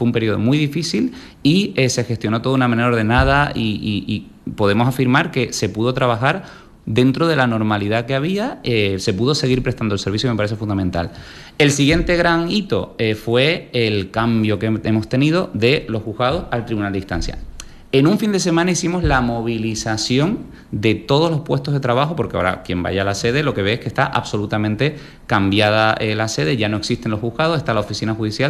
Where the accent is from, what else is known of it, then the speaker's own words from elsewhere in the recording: Canary Islands, Spain; soy canario